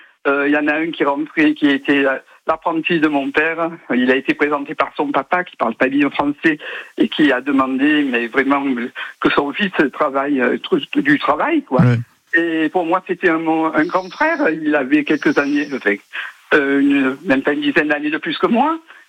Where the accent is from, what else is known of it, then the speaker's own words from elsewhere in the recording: Marseille, Provence-Alpes-Côte d'Azur, France; now in Aix-en-Provence, France; je suis marseillaise de naissance. Oui. Je suis née dans le centre-ville.